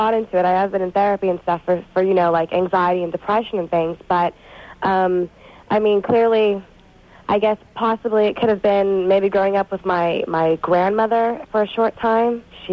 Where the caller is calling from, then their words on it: San Francisco, California, United States; I'm in San Francisco.